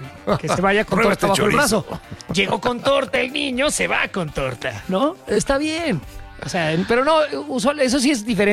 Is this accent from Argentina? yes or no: no; Mexico; Porque porque somos mexicanos.